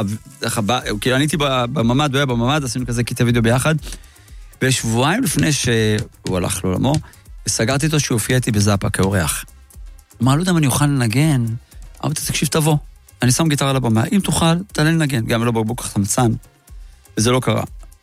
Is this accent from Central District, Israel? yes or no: no; Yeroham, Southern District, Israel; נולדתי בירוחם.